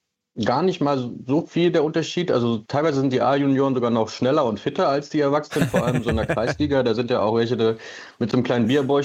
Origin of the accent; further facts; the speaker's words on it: Lower Saxony, Germany; Ja, ich bin in der Nähe von Hannover groß geworden